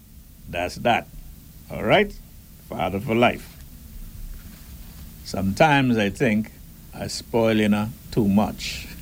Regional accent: Turks & Caicos Islands; as we are a British overseas territory, many would expect me and many other Turks and Caicos Islanders to support England.

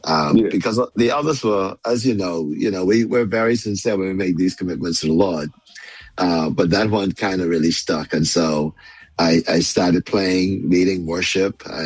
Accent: Nassau, New Providence, Bahamas; I grew up in Stapleton Gardens.

